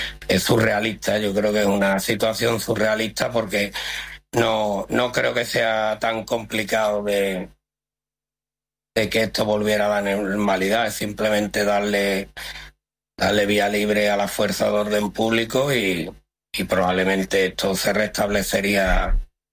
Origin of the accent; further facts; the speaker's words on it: Gerena, Andalusia, Spain; soy de Gerena, me considero muy de Ge